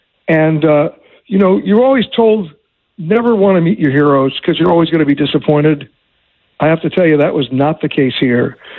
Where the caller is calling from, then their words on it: Bay Shore, New York, United States; I'm actually in Bayshore, Long Island, and also on Fire Island, which is right across the bay.